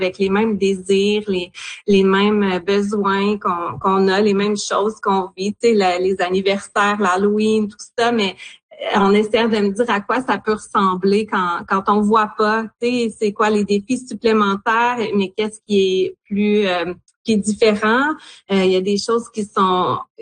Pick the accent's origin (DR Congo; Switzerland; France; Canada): Canada; Bécancour, Quebec; je suis originaire de la Côte-Nord, de Bécancour sur la Côte-Nord, mais j'ai étudié à l'Université de Sherbrooke